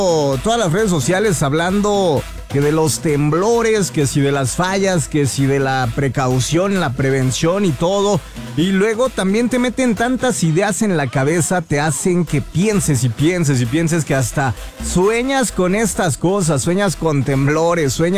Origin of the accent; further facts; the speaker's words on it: Mexico; Recuerde que somos mexicanos y no nos rendimos